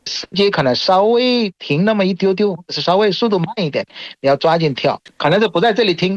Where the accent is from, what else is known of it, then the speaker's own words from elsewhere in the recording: Bangladesh; Chinese is a second language; 我是来自于孟加拉国的